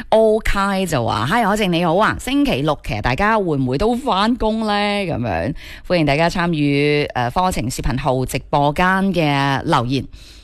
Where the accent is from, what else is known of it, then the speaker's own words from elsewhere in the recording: Guangdong, China; 作为广东人